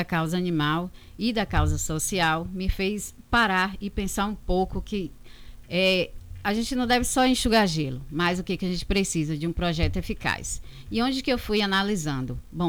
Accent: Itabuna, Bahia, Brazil; natural de Itabuna.

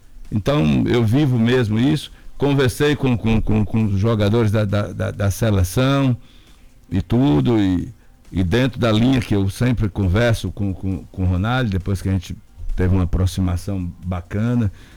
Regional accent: Itabuna, Bahia, Brazil; born there; eu nasci no São João, na São João, em número 17.

